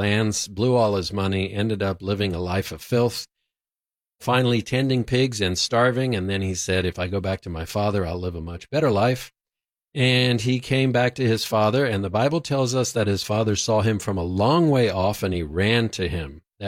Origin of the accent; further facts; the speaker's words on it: South Africa; also born or lived in Houston, United States; When I was growing up in South Africa, at about 7 years old, another kid on the soccer team called me a Jew boy.